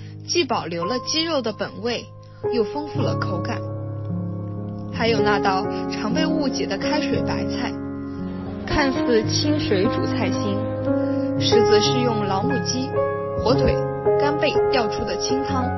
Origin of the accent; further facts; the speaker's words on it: Chengdu, Sichuan, China; moved away as an adult; now in Hangzhou, China; 我的家乡四川成都。